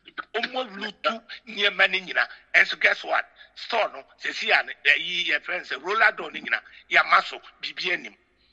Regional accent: Ghana; Because I know I'm American, I'm born. I'm a Ghanaian.

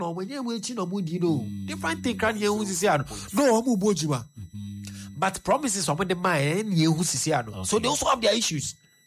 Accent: Ghana; I'm a Ghanaian, so.

